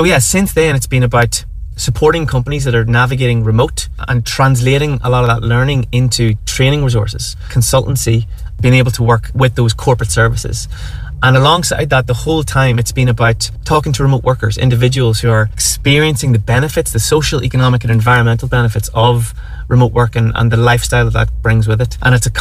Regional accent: Warrenpoint, Northern Ireland, United Kingdom; now in Skerries, Ireland; I'm from Warren Point in County Down, but I've been based in Dublin in the city for the last sort of 9-10 years.

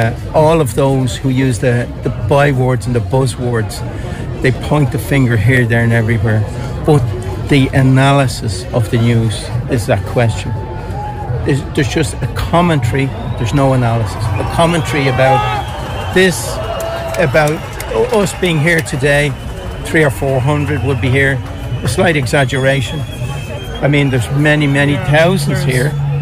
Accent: Ireland

